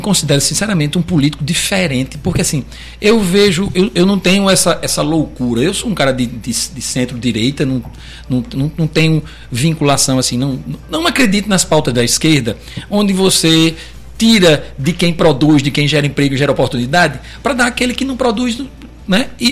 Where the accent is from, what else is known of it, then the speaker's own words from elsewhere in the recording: Natal, Rio Grande do Norte, Brazil; dentro do bairro que eu nasci, que eu me riquei, que é a Cidade da Esperança, a casa onde eu nasci